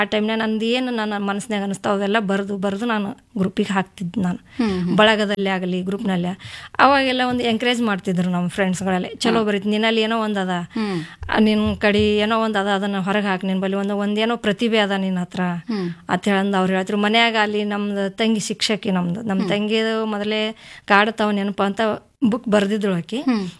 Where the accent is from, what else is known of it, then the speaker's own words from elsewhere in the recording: Javali D, Karnataka, India; born there; ನಾನು ಕಲಬುರಗಿ ಜಿಲ್ಲೆ ಆಳಂ ತಾಲೂಕಿನ ಜವಳಿ ಡಿ ಎಂಬ ಗ್ರಾಮದಲ್ಲಿ ಹುಟ್ಟಿದ್ದೇನೆ.